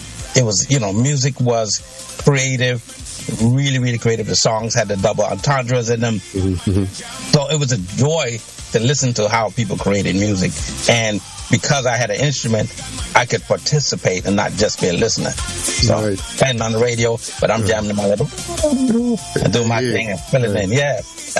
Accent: London, United Kingdom; born there; So I'm a British citizen born in London with a Catician and Antiguan parents.

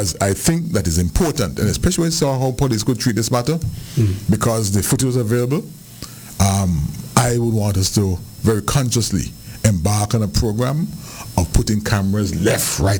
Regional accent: Liberta, Saint Paul, Antigua & Barbuda; born there; When there's a little boy growing up in Liberta

